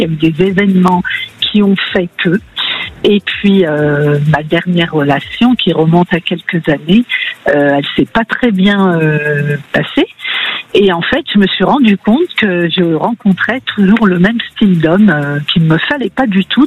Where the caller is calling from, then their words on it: Auvergne-Rhône-Alpes, France; de la région lyonnaise.